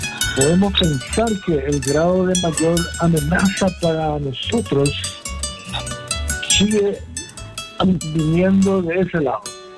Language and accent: Spanish; Jesús, Itapúa, Paraguay; Mi pueblo, sí, que es Jesús, se mudó 4 veces